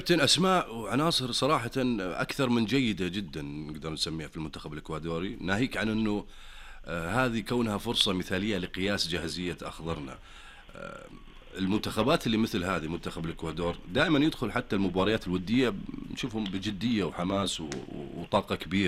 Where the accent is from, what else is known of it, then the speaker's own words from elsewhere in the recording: Saudi Arabia; الأهم عندنا كسعوديين